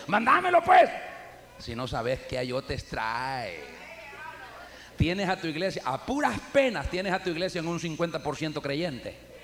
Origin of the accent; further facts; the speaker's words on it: La Unión, El Salvador; soy de aquí de Oriente, soy de la Unión, vivo predicando en todo este Oriente, vivo predicando en este país, en Centroamérica.